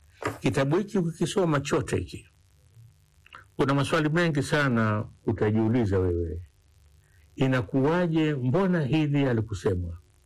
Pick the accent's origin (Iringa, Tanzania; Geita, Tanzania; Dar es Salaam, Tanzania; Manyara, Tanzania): Dar es Salaam, Tanzania; Kinondoni; nyumbani kwetu Kinondoni Mtasikenge, na shule nilikuwa nasoma mimi hapa kwa mbali, dakika 5-10 na kunishafika.